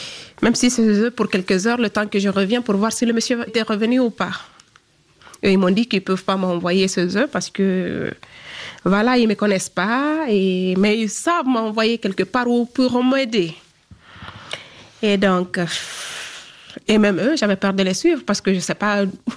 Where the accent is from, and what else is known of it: Guinea